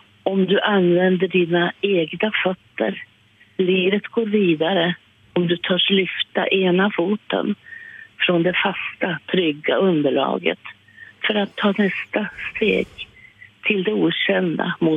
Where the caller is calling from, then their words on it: Västerås, Västmanland County, Sweden; Jag är ju från Västerås.